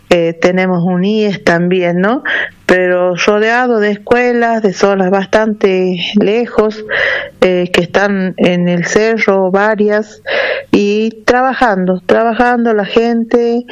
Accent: Amaicha del Valle, Tucumán, Argentina; soy de Amaicha del Valle … docente de la escuela número 10

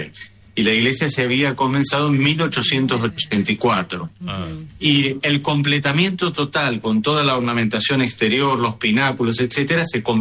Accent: Bahía Blanca, Buenos Aires Province, Argentina; now in La Plata, Argentina; yo soy de Bahía Blanca.

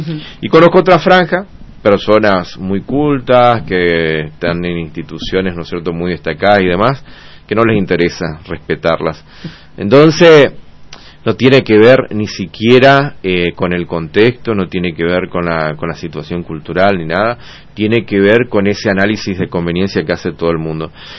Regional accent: Chaco, Argentina; tenemos un potencial enorme en nuestro impenetrable

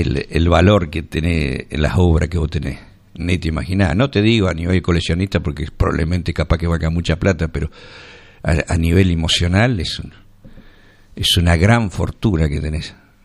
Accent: Argentina

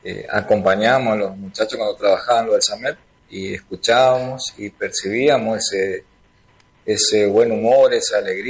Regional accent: Napenay, Chaco, Argentina; yo como soy nacido y criado en Napenay, la verdad que me emociona escuchar estas palabras a veces y sus vivencias.

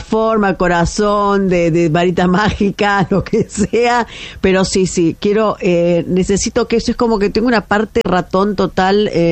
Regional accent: Junín, Buenos Aires Province, Argentina; yo que soy de Junín, ¿no saben lo que son los quesos de Junín, chicos?

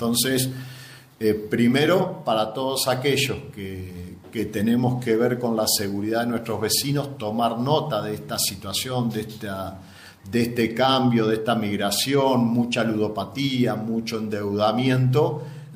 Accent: Ramallo, Buenos Aires Province, Argentina; soy de Ramallo

